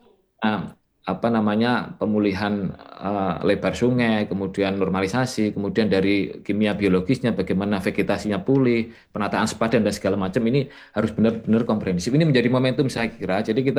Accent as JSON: {"language": "Indonesian", "town": "Surabaya", "region": "East Java", "country": "Indonesia", "said": "kami warga Surabaya ini kan membayar ke PDAM"}